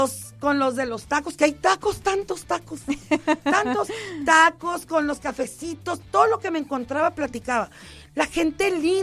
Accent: Tijuana, Baja California, Mexico; Y yo soy de Tijuana.

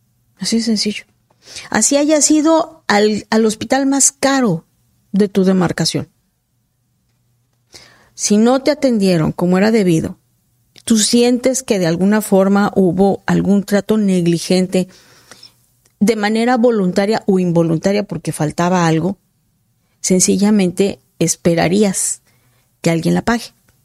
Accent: Yucatán, Mexico; Están, pero bien, dirían en mi pueblo, bien quesos allá en Yucatán.

